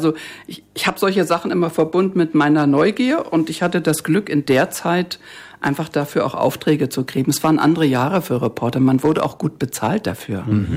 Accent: Frankfurt, Hesse, Germany; born there; ich bin in Frankfurt geboren und stolz darauf

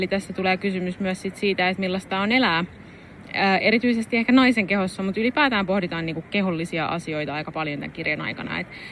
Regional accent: Valkeakoski, Pirkanmaa, Finland; born or raised there

